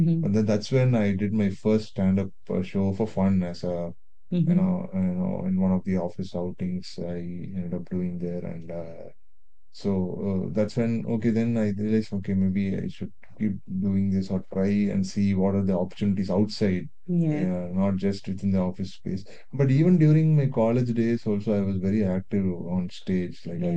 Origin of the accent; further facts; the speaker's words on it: Chennai, Tamil Nadu, India; moved away as an adult; now in Melbourne, Australia; So I was born in Chennai. I studied there, raised there. So I did my school, college, and everything.